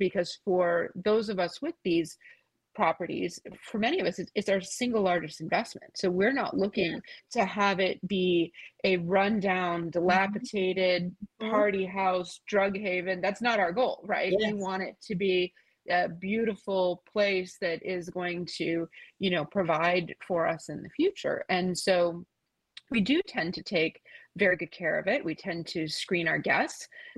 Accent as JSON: {"language": "English", "town": "Ottawa", "region": "Ontario", "country": "Canada", "said": "I'm originally from Ottawa, the Children's Hospital of Eastern Ontario. That was where my mom was a nurse."}